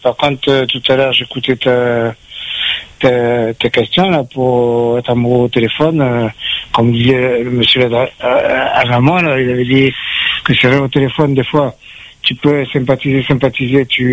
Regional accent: Avignon, Provence-Alpes-Côte d'Azur, France; now in Saint-Paul, Réunion; D'Avignon.

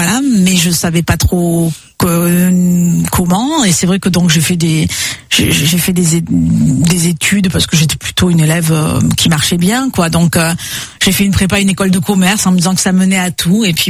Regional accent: Landes, Nouvelle-Aquitaine, France; moved away; also born or lived in Basque Country; j'ai grandi donc dans les Landes et un peu le Pays Basque. Donc, des régions où l'art du recevoir et du bien manger était super importante

